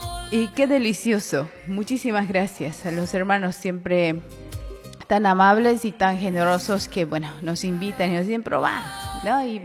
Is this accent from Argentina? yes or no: no; Oruro, Bolivia; now in Tropics of Cochabamba, Bolivia; yo soy orureña y estoy en el trópico.